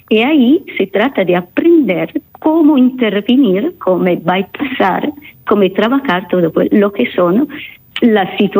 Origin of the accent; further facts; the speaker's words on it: Italy; Creo que no se trata solo de un amor porque somos italianos.